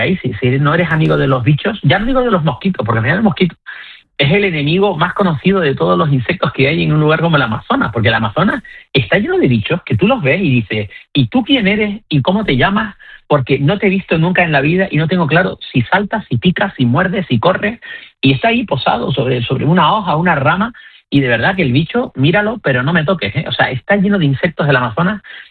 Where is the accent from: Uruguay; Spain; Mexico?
Spain; Canary Islands; nosotros somos canarios y a veces decimos, bueno, estamos aquí en la mitad del Atlántico, pero en realidad no estamos en la mitad del Atlántico, estamos pegados a África, estamos a 2 horas y media en avión de Madrid